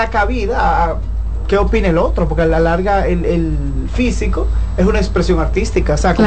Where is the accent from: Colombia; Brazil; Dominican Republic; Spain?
Dominican Republic; aquí habemos 6 dominicanos